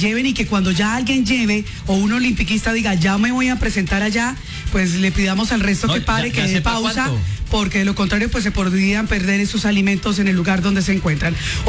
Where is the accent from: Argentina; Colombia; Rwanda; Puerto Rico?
Colombia; Somos tan berracos que aquí a todo le ponemos gracia, a todo, así somos los colombianos.